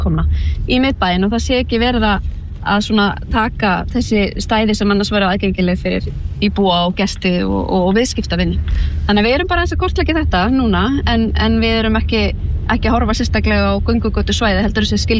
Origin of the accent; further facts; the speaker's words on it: Reykjavík, Capital Region, Iceland; þar sem við Reykvíkingar getum fengið að njóta veðurblíðunar þegar hún lætur sjá sig.